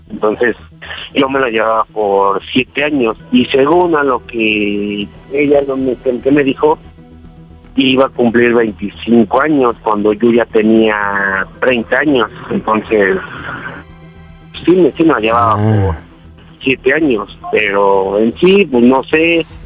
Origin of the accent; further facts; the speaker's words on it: Mexico City, Mexico; 33 años, de la Ciudad de México.